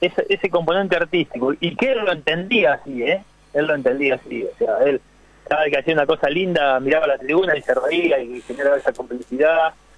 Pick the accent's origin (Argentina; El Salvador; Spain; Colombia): Argentina; General Belgrano, Buenos Aires Province; born or raised there